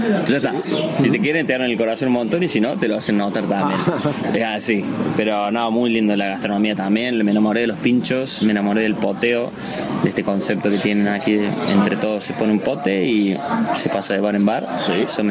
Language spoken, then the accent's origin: Spanish; Córdoba, Argentina; moved away as an adult; now in Zarautz, Spain; de Talleres de Córdoba, de mi ciudad natal.